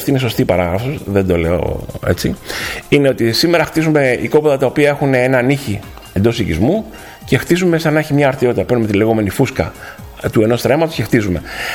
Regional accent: Zakynthos, Ionian Islands, Greece

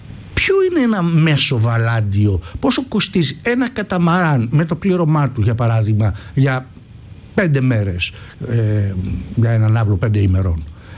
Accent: Greece; Μου έχει τύχει να είμαι στον Καναδά και να μπερδεύουν την Ελλάδα με την Αρμενία. Δηλαδή είπα ότι είμαι Έλληνας και νομίζανε ότι είμαι Αρμένης.

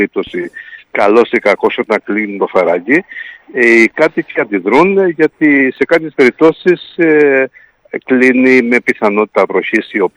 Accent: Imbros, Crete, Greece; στο χωριό μου στην Ήμβρο

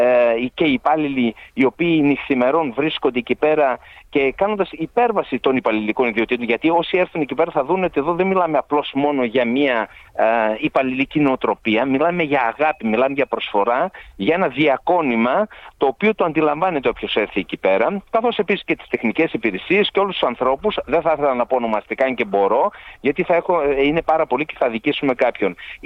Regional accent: Trikala, Thessaly, Greece; Όχι ως Τρικαλινοί μόνο, αλλά ως Έλληνες γενικά.

